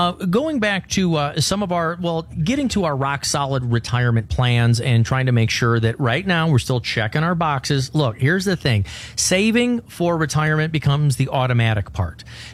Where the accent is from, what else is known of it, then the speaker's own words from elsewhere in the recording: Chicago, Illinois, United States; I was born and raised in Chicago, so I've been a Blackhawks fan.